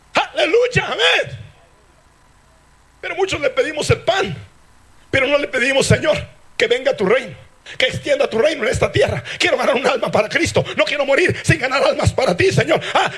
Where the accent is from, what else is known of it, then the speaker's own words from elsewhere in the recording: United States; moved away; yo fui criado en Estados Unidos.